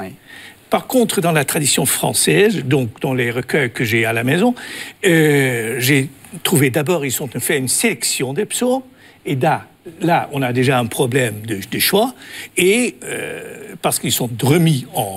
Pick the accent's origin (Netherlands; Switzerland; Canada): Netherlands; first language Dutch; French is a second language; Il y a tout, oui, je suis néerlandais.